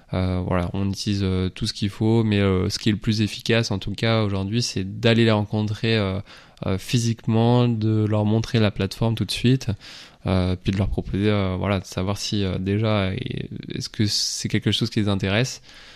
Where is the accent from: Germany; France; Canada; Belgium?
France; Lorient, Brittany; parce que je suis de Lorient, je suis revenu sur Lorient, le but c'est de le développer localement en premier temps.